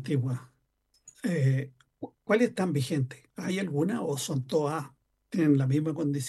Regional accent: Maule, Chile; yo soy del Maule, somos maulinos.

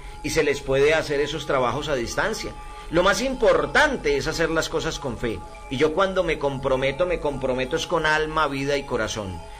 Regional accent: Filandia, Quindío, Colombia; Y yo soy de Finlandia, Quindío.

